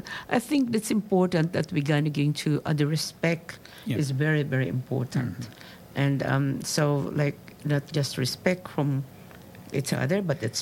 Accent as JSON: {"language": "English", "country": "Philippines", "second_language": "English", "lives_now": "Australia", "said": "I still retain as a Filipino. I have all my core values, beliefs, and norms, what you have."}